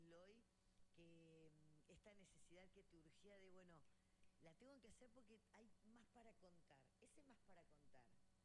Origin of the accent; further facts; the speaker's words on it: Argentina; cómo somos los argentinos